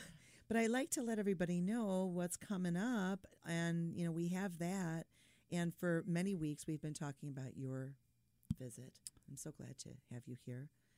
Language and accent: English; Michigan, United States; See, so we're feeling very Midwestern. I'm from Michigan.